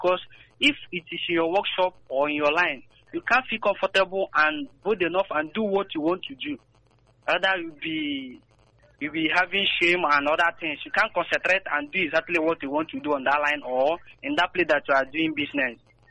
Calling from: Ariara, Nigeria; I'm calling from Ariara.

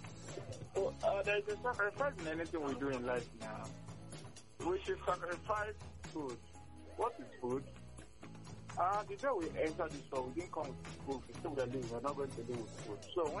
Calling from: Nigeria; I'm calling from Nigeria.

